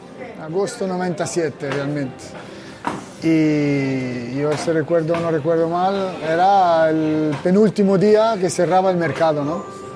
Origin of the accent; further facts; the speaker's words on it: Italy; Spanish is a second language; y mira que soy italiano, que creo que me he sentido más valenciano que muchos de aquí.